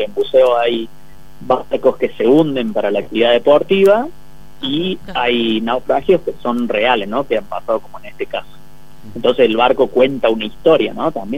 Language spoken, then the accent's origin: Spanish; Córdoba, Argentina; accent: cordobés; No de Córdoba capital, pero soy de un pueblito de Córdoba.